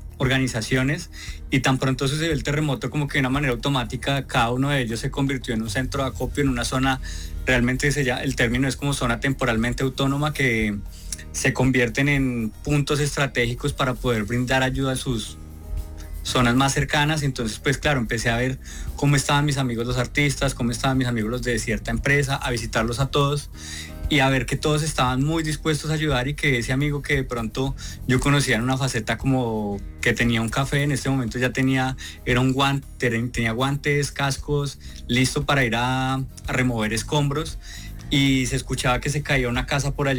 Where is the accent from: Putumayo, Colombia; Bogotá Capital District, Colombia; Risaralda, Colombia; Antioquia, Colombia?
Risaralda, Colombia; Pereira; also born or lived in Bogotá; yo desde que llegué acá me crié siempre en el centro, toda la familia de mi mamá ha sido del centro, y yo estoy viviendo en Dos Quebradas